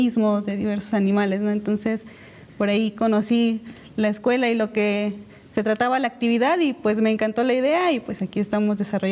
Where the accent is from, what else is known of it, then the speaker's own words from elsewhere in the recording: Teciutlán, Veracruz, Mexico; yo soy del estado de Veracruz, específicamente del municipio de Teciutlán, Puebla.